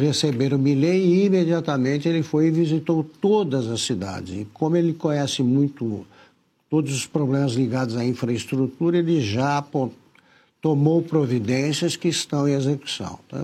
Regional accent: Taquaritinga, São Paulo, Brazil; a minha cidade, né, a cidade onde eu nasci, e vivi por muito tempo e continuo ligado a ela. Taquaritinga foi uma das mais atingidas

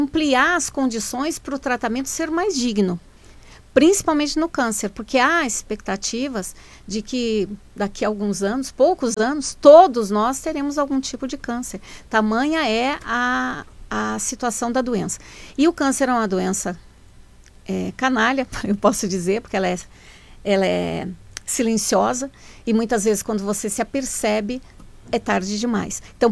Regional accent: Cascavel, Paraná, Brazil; eu amo o Paraná, sou de Cascavel

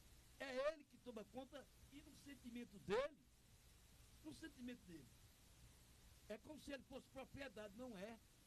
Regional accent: Pernambuco, Brazil; No Ipiranga, eu nasci e me criei no Ipiranga, eu fui atleta do Ipiranga, goleiro, fui locutor do serviço de som do Ipiranga

